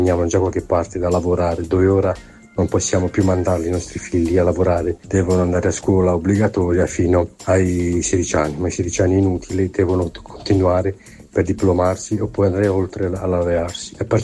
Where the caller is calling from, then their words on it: Molfetta, Apulia, Italy; da Molfetta